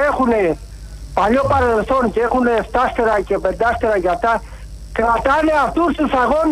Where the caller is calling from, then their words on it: Greece; εγώ είμαι Έλληνας και Παναθηναϊκός